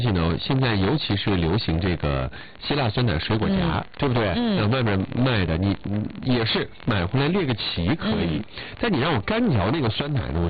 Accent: Changchun, Jilin, China; born or raised there

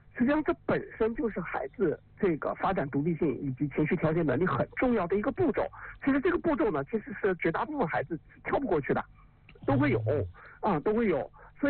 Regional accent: China; 我们中国人可能经常会说贵人语迟，对吧？

